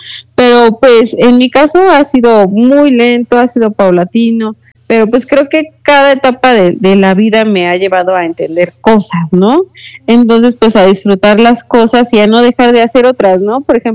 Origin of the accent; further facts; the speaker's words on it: Mexico; asumirme como una mujer mexicana con discapacidad visual. Me gusta mucho decir que soy mexicana